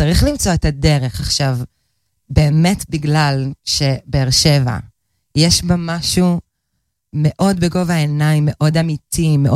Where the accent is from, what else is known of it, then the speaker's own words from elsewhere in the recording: Tel Aviv, Tel Aviv District, Israel; אז אני, אגב, במקור מתל אביב